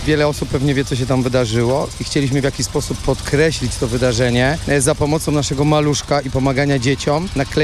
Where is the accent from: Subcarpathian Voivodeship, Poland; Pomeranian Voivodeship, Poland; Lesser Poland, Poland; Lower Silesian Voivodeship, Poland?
Lesser Poland, Poland; Kraków; bo ja też jestem z Krakowa.